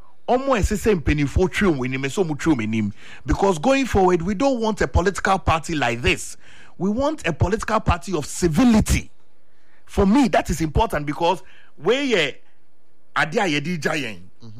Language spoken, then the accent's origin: English; Accra, Greater Accra, Ghana; You see, me, I grew up in Bema Camp.